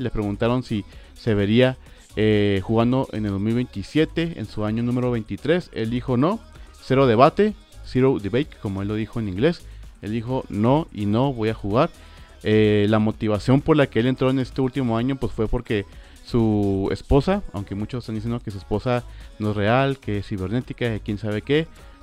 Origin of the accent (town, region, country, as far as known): Mexico